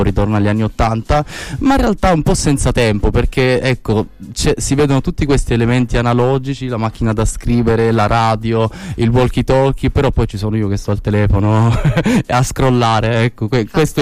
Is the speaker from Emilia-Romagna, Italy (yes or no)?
no; Apulia, Italy; moved away; also born or lived in Belarus / Netherlands; io sono salentino, sono anche bielorusso